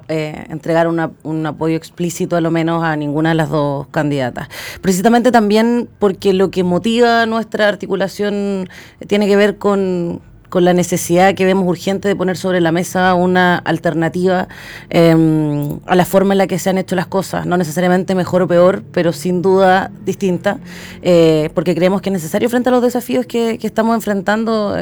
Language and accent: Spanish; Maule, Chile; now in Concepción, Chile; Yo soy del Maule y es parte importante de mi historia